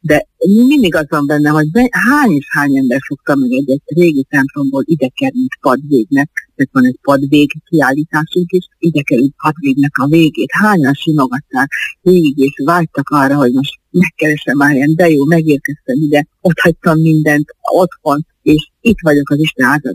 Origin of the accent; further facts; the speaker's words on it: Tiszáninnen, Hungary; gyerekkoromban ugye Tiszán innen is vagyok, és ott a parókián ott volt az édesapám szobájában az egyházláda.